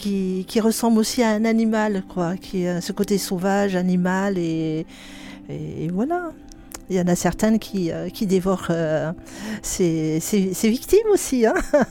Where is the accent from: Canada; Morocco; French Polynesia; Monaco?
French Polynesia; parce que chez moi, c'est vrai que je suis du Pacifique, de la Polynésie française.